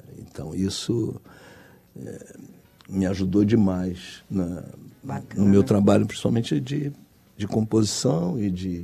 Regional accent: Rio de Janeiro, Brazil; Eu sou do Rio. Nascido e criado no Rio de Janeiro, sou de Jacarepaguá, Madureira.

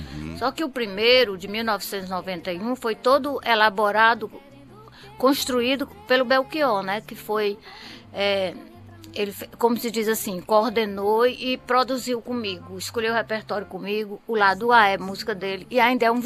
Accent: Fortaleza, Ceará, Brazil; also born or lived in Itapipoca, Ceará; eu nasci em Itapipoca, no Ceará. Na parte da litorânea, né? Que tem a Praia da Baleia e tudo. Com 4 anos eu fui morar em Fortaleza.

